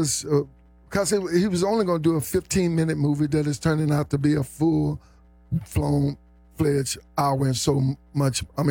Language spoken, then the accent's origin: English; Mansfield, Louisiana, United States; My hometown, DeSoto Parish, Mansfield.